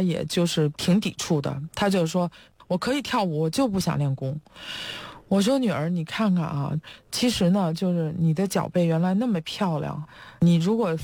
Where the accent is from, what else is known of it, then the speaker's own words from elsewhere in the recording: China; 我们都是从国内长大受国内教育一直以来哈